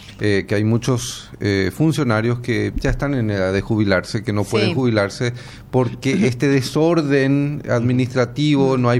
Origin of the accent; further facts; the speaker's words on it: Asunción, Paraguay; Somos asuncenos.